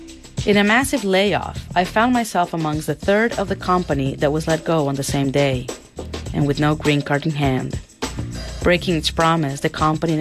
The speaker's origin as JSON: {"language": "English", "country": "Brazil", "moved": "yes", "lives_now": "United States", "said": "my home country, Brazil."}